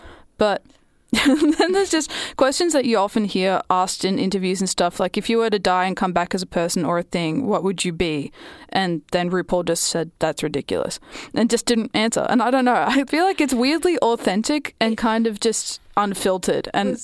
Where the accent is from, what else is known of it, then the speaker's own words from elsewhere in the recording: Australia; we're Australian